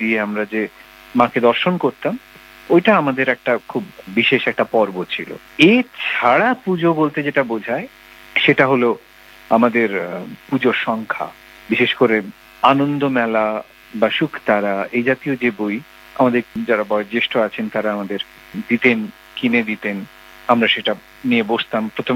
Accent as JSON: {"language": "Bangla", "town": "Santiniketan", "region": "West Bengal", "country": "India", "tie": "born or raised there", "said": "আমার ছোটবেলা তো শান্তিনিকেতনে কেটেছে"}